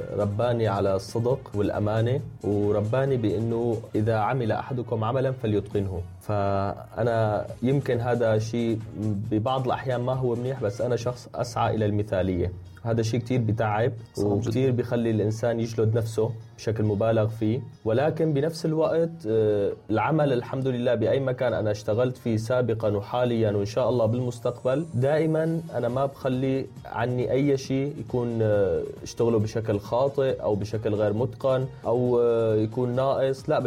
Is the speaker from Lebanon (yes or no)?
no; Syria; now in Turkey; هلا انا ببدايه رحلتي من سوريا لتركيا بصراحه ما كنت انسان بعتبر نفسي مثقف